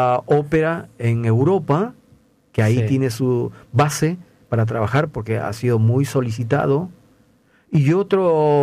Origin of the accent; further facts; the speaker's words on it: Peru; now in Rosario, Argentina; en mi país hay muchísima de raza negra, afroperuanos hay bastante.